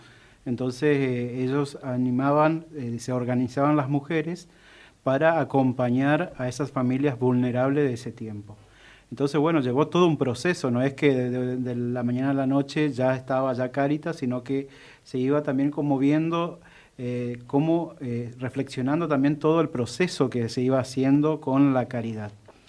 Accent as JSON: {"language": "Spanish", "country": "Argentina"}